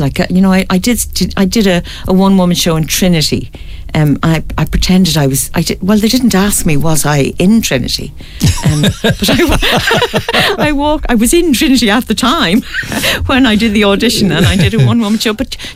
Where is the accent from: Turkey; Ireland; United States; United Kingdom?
Ireland; as Irish people, we always laugh in the most tragic of situations.